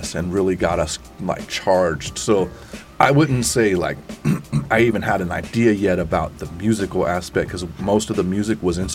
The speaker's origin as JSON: {"language": "English", "town": "Richmond", "region": "California", "country": "United States", "tie": "born or raised there", "said": "from the Bay Area, so I grew up in Richmond down there"}